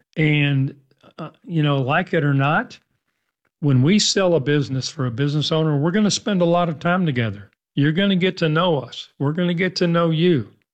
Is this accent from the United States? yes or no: yes; Dallas, Texas, United States; both my partner and I grew up in Texas. I grew up in the North Dallas area, been here my whole life. So, I'm biased, but I love Texas.